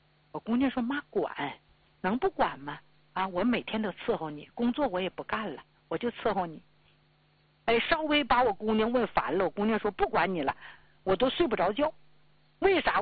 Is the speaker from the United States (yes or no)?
no; Northeast China, China; accent: Northeastern; 咱们东北话叫哈捧子